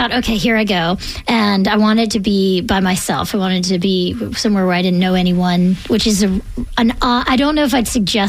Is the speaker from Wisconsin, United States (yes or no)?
no; Tallahassee, Florida, United States; moved away as an adult; growing up in Tallahassee